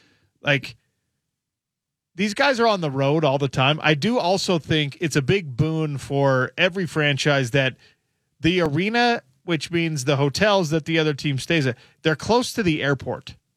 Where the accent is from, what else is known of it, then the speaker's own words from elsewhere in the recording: Sandy, Utah, United States; I'm from Sandy, that's God's country.